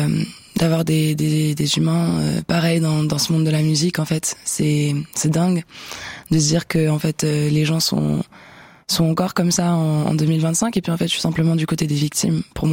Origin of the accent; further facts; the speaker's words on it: Switzerland; je suis suisse, que je suis là pour la Suisse aussi